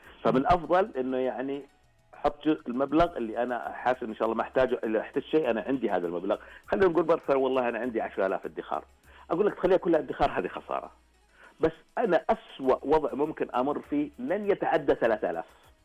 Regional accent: Saudi Arabia; إحنا كشعب سعودي

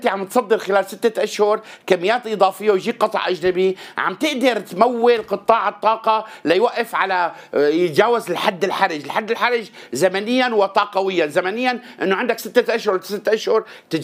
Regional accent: Syria; انا كمواطن سوري

